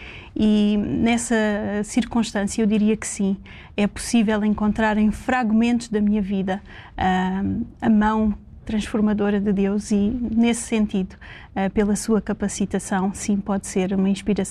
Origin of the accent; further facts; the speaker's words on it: Seixal, Setúbal, Portugal; completamente à vontade em dizer que cresci no Seixal, vivi e lá guardo muito boas memórias.